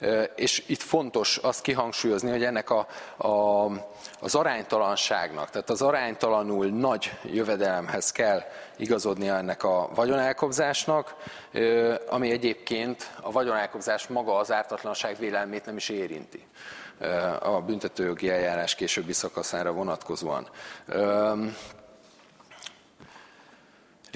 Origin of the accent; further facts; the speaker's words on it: Eger, Heves, Hungary; Én egri vagyok